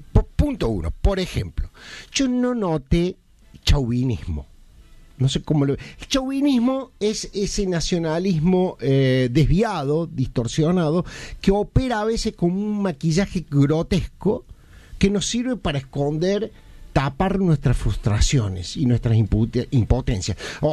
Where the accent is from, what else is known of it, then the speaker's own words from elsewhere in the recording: Argentina; finalmente nos vamos identificando poco a poco como argentinos, con lo bueno, lo malo, somos argentinos.